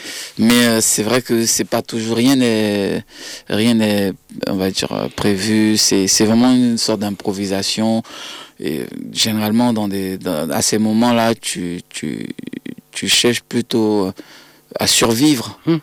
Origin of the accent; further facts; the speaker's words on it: Abidjan, Côte d’Ivoire; born there; moved away as an adult; À Côte d'Ivoire, à Abidjan.